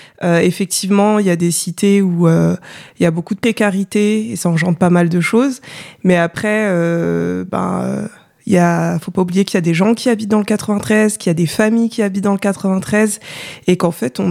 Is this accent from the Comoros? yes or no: yes; Comoros; Je suis une personne afrodescendante. Je suis comorienne, française aussi de nationalité, mais racialement, ouais, je suis une personne noire.